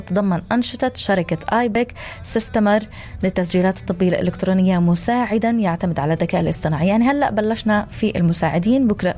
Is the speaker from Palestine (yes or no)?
yes; Palestine; يعني صح أنا من فلسطين وبفتخر إني من فلسطين